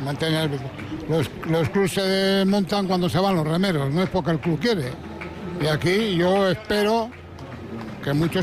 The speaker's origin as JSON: {"language": "Spanish", "town": "Gallarta", "region": "Basque Country", "country": "Spain", "moved": "yes", "lives_now": "Bermeo, Spain", "said": "yo soy de Gallarza"}